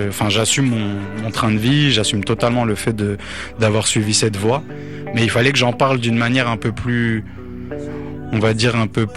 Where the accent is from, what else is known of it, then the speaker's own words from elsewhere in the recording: Morocco; Bah après faut pas oublier que je suis marocain aussi.